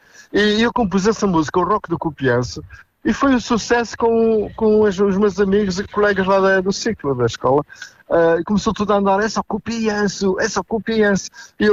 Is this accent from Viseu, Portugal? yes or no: yes; São João da Pesqueira, Viseu, Portugal; Depois nós somos de São João da Pesqueira, sou natural de São João da Pesqueira, provavelmente muita gente conhece, uma terra bonita, de bom vinho e azeite, principalmente isso.